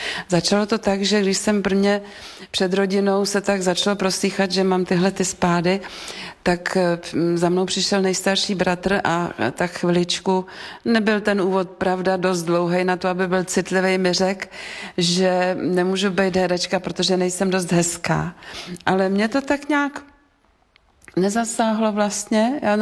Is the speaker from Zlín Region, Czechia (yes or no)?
no; Vysočina Region, Czechia; born there